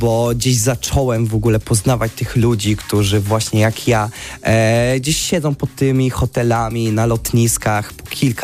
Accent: Bielsko-Biała, Silesian Voivodeship, Poland; jestem z Bielska-Białej, byłem wielkim fanem Podbeskidzia Bielsko-Biała.

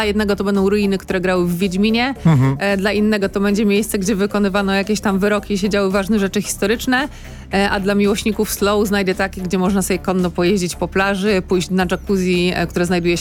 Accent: Gdańsk, Pomeranian Voivodeship, Poland; Jako gdańszczanka

